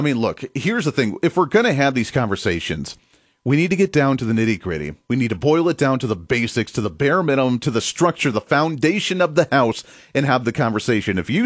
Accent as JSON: {"language": "English", "region": "Kansas", "country": "United States", "said": "I'm from Kansas. Everybody around here loves, you know, President Eisenhower."}